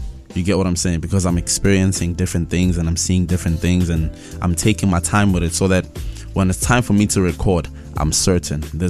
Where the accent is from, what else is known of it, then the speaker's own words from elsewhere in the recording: Vosloorus, Gauteng, South Africa; So I'm from the hood. I'm from Kasi. I'm from Vosloorus, the east of Joburg. It's a township called Vosloorus.